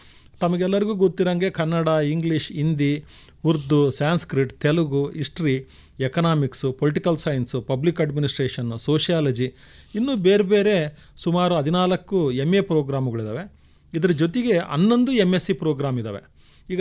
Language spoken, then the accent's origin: Kannada; Bairapura, Karnataka, India; now in Mysore, India; ನಾನು ಕೂಡ ಒಂದು ಸಣ್ಣ ಹಳ್ಳಿಯಿಂದ ಬಂದಿರೋಂಥವನು. ಇವತ್ತಿಗೂ ಕೂಡ ನಮ್ಮೂರಲ್ಲಿ ಬರೀ 7ನೇ ತರಗತಿವರೆಗೆ ಮಾತ್ರ ಇದೆ. ಸೊ ಬೈರಾಪುರ ಅನ್ನೋ ಒಂದು ಚಿಕ್ಕ ಹಳ್ಳಿ, ಮೊಳಕಾಲ್ಮೂರು ತಾಲೂಕದು. ತುಂಬ ಚಿಕ್ಕ ಹಳ್ಳಿಯಿಂದ ಬಂದಿರೋದ್ರಿಂದ